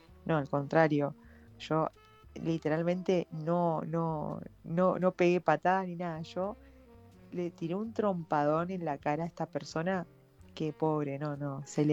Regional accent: Argentina

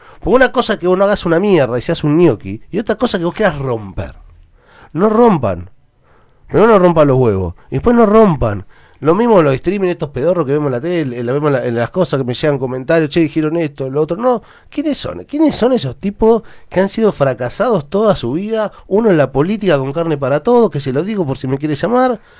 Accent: Bahía Blanca, Buenos Aires Province, Argentina; No podemos creer en eso los baenses.

